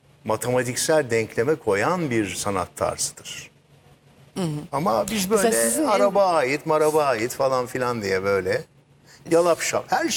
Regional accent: Konya, Turkey; Yani Konya bizim zaten çok yani ben Konyalıyım.

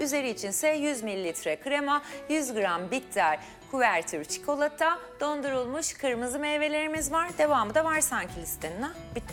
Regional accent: Nazilli, Aydın, Turkey; Orada zaten Ege'liyim, Aydınlıyım evet, biliyorsundur. Nazilliliyim evet. Oralara hakimim yani.

